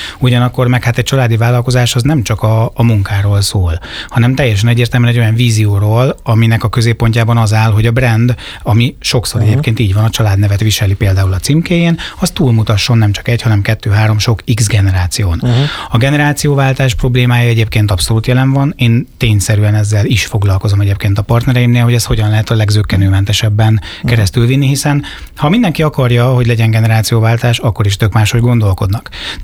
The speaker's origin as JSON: {"language": "Hungarian", "town": "Zamárdi", "region": "Somogy", "country": "Hungary", "tie": "born or raised there", "moved": "yes", "lives_now": "Budapest agglomeration, Hungary"}